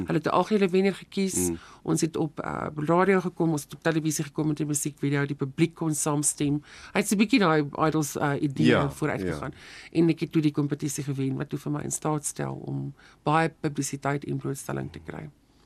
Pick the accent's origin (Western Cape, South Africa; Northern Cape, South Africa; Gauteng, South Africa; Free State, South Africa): Western Cape, South Africa; ek het groot geword in die Overberg in die Weskaap in Suid-Afrika.